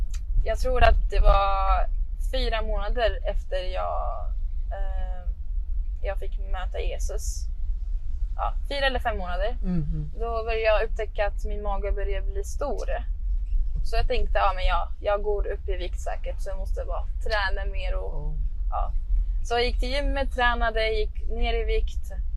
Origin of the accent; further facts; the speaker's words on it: Alexandria, Alexandria Governorate, Egypt; now in Stockholm, Sweden; Ja, men jag är uppvuxen i Alexandria. Det är, så här, det är nära havet.